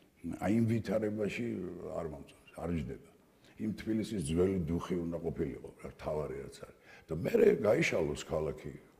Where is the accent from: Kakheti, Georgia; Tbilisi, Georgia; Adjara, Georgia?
Tbilisi, Georgia; დავიბადე პლეხანოვზე, გავიზარდე, გადავედი სამურთაველზე, გავიზარდე რუსთაველზე, სოლოლაკში და მთაწმინდაზე.